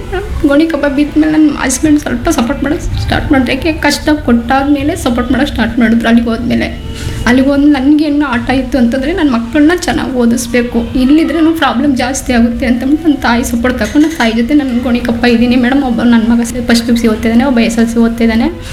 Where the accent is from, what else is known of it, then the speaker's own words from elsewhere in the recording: Bannikuppe, Karnataka, India; Bannikuppe.